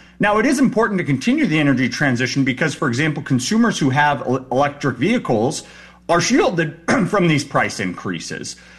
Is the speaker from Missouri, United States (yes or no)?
no; New Mexico, United States; my home state of New Mexico